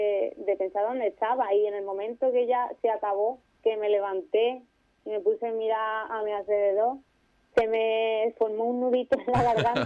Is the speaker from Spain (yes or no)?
yes; San Fernando, Andalusia, Spain; now in Guadalajara, Spain; ¿y tú de dónde eres? Yo digo, de Cádiz, bueno, de San Fernando.